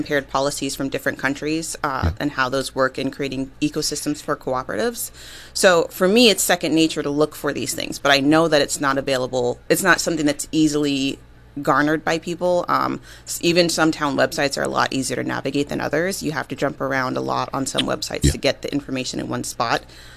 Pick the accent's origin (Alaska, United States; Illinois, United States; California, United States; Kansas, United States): Alaska, United States; moved away as an adult; also born or lived in Washington; now in New England, United States; I am from Alaska. I'm Alaska native. My family moved here about 4 years ago. We spent 3 years in Washington on the way here.